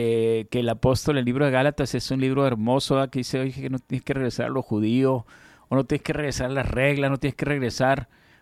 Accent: Mexico; pues somos mexicanos y agradecemos a Dios vivir en un país libre.

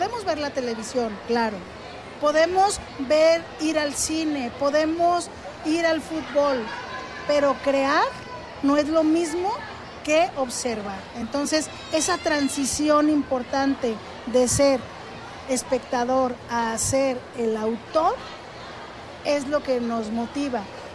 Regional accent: El Arenal, Jalisco, Mexico; La variedad de verdes, yo que soy del pueblo del Arenal.

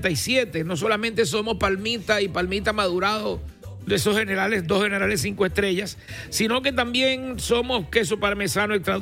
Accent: Maracaibo, Zulia, Venezuela; yo nací en Barrio Obrero, y viví en Barrio Obrero y fui vecino de los Silva.

